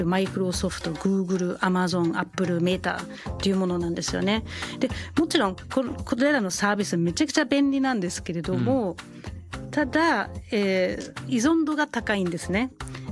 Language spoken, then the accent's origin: Japanese; Schleswig-Holstein, Germany; Japanese is a second language; はい、一部では実は進んでるんです。でそれが私の地元だったりするんですけど、